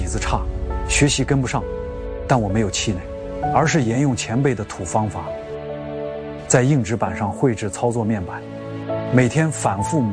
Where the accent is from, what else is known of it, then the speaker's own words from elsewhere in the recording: Shanxi, China; born there; moved away as an adult; 我出生在山西太行山区的一个小山村，15岁因家庭变故，我辍学在煤窑工作